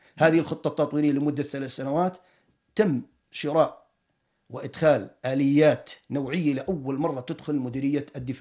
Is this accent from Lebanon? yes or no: no; Jordan; نفخر جميعا كأردنيين